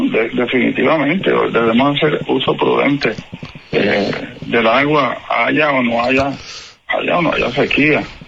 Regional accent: Puerto Rico

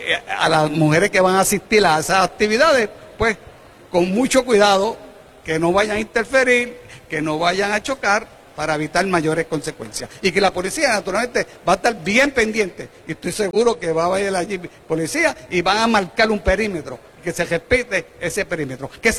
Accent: Caguas, Puerto Rico; en la política de mi ciudad de Cagua

